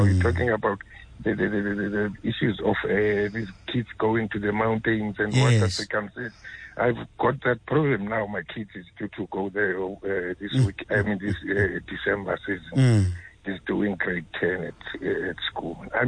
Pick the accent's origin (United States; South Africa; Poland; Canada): South Africa; Eastern Cape; now in Johannesburg, South Africa; I'm in Joburg, I'm staying in Germiston, I'm from the Eastern Cape.